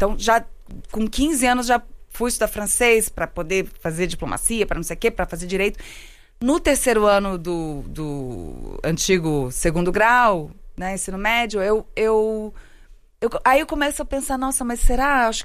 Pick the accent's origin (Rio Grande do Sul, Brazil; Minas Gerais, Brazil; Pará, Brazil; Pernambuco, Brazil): Rio Grande do Sul, Brazil; Porto Alegre; born there